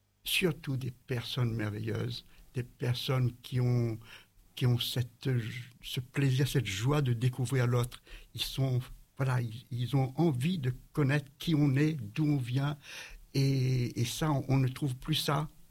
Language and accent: French; Réunion, France; Je suis réunionnais.